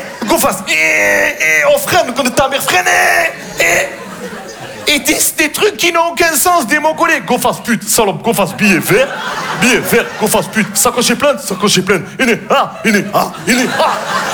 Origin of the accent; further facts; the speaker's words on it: Marseille, Provence-Alpes-Côte d'Azur, France; Parce que chez nous, à Marseille, la ceinture, ça ne sert à rien.